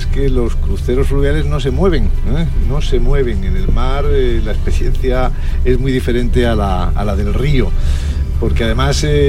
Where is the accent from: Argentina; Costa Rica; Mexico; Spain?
Spain; De hecho, creo que todos los que estamos aquí somos españoles, lo cual es bastante inusual en los cruceros